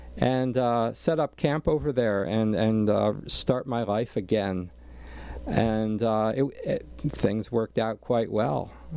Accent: Allentown, Pennsylvania, United States; born there; For instance, yeah, I was born back in Allentown

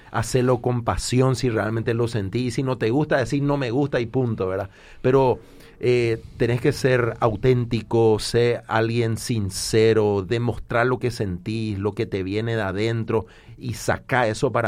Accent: Paraguay; la gente me decía, ¿y de dónde sos? Y yo soy de Paraguay.

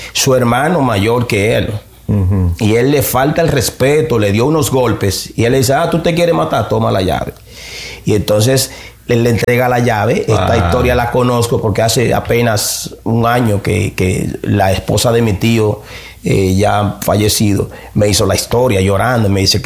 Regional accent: Dominican Republic; born there; Nací en República Dominicana el 14 de abril de 1976, hijo de un maestro, de un profesor de mecánica automotriz y una maestra de primaria

